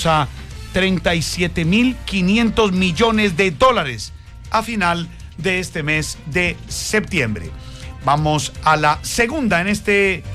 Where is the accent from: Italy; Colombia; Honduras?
Colombia; Tuta, Boyacá; now in Bucaramanga, Colombia; como decía el aposento Tuta, mi pueblo